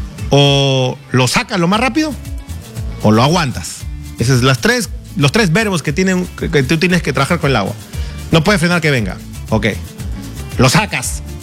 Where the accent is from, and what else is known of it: Peru; now in Arizona, United States